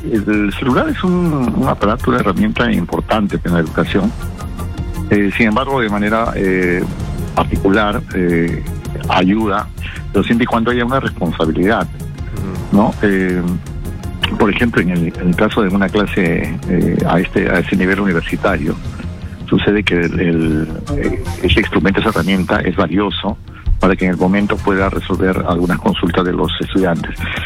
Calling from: Callao, Peru; Del Callao.

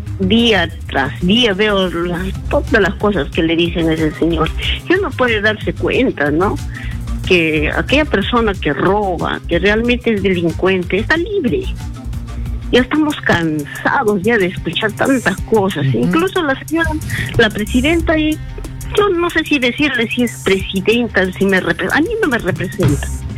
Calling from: Tacna, Peru; de Tacna.

